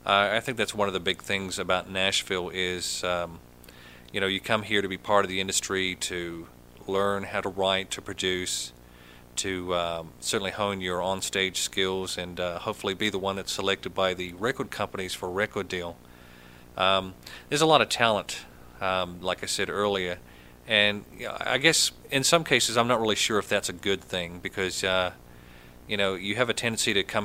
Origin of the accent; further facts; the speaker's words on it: New Zealand; born or raised there